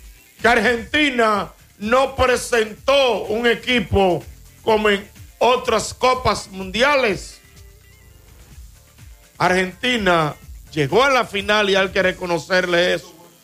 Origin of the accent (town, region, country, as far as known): Dominican Republic